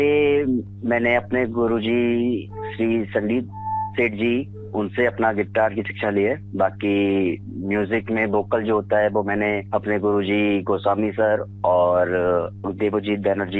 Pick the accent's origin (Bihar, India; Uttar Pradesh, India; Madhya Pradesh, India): Uttar Pradesh, India; Bareilly; और मैं बरेली से बिलोंग करता हूँ।